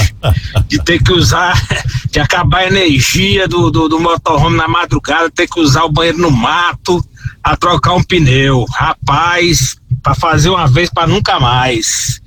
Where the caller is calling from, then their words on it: Goiânia, Goiás, Brazil